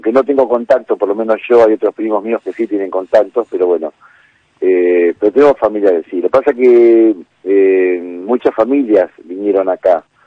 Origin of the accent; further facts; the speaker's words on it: Avellaneda, Buenos Aires Province, Argentina; born there; nací en el Hospital Fiorito, partido de Avellaneda.